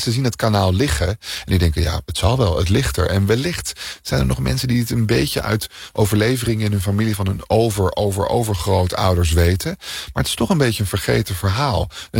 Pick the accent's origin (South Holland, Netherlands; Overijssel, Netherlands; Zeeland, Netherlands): Overijssel, Netherlands; Deventer; ik kom uit Deventer